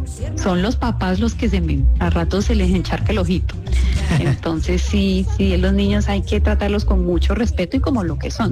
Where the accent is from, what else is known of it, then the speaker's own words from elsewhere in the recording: Cali, Valle del Cauca, Colombia; somos muy caleñas, nos encanta la salsa.